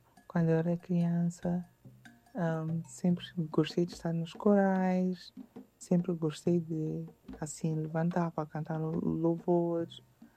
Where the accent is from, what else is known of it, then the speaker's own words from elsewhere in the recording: Maputo, Mozambique; born there; nasci em Maputo, Moçambique, mas de uma mãe Macua. Então as minhas raízes também são em Nampula.